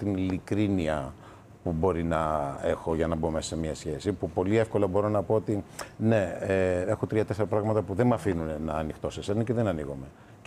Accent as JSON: {"language": "Greek", "country": "Greece", "said": "και λέω, α, γι' αυτό είμαι Έλληνας προφανώς, γιατί δονείται κάτι μέσα μου που με συγκινεί."}